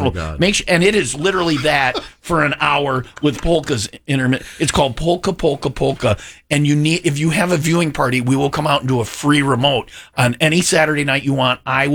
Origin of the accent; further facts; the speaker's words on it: Wisconsin, United States; I grew up as a hoodlum in Wisconsin.